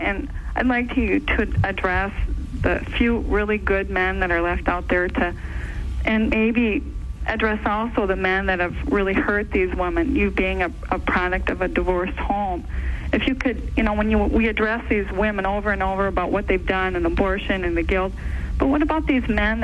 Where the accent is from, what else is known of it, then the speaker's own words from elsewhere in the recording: Minnesota, United States; I'm from Minnesota, Mother.